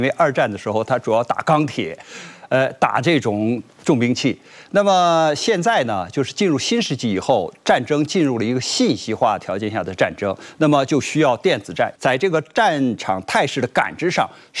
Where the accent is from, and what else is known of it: China